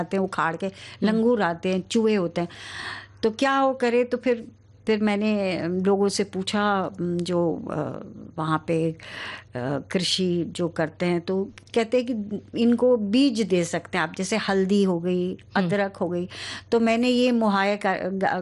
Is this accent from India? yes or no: yes; Uttarakhand, India; moved away; मैं भी पहाड़ी हूँ